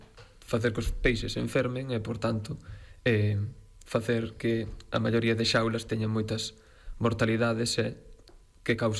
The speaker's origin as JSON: {"language": "Galician", "town": "Porto do Son", "region": "Galicia", "country": "Spain", "said": "Pois eu, respondendo ben á pregunta, eu veño de Porto do Son, un pobo costeiro aquí cerquinha de Santiago, 50 kilómetros, que é onde realmente empezou o meu interés en todo o que é o ambiente mariño."}